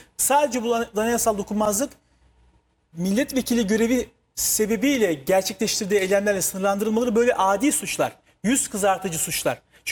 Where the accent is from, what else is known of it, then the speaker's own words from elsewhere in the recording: Antalya, Turkey; Benim memleketim olan Antalya'nın Seri'nin yan taraftaki Manavgat'tan